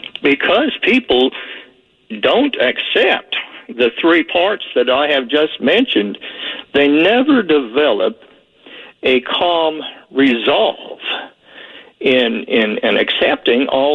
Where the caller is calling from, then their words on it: Virginia, United States; the blind man from Virginia.